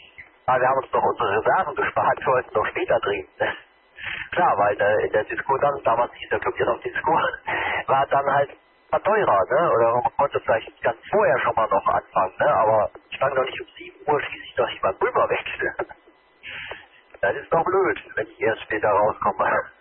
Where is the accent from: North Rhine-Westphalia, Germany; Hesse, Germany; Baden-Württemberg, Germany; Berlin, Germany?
Hesse, Germany; Frankfurt am Main; Der ist ja irgendwo in Frankfurt am Main, wo ich herkomme, auch so ein Stück weit entstanden, der Techno, ne?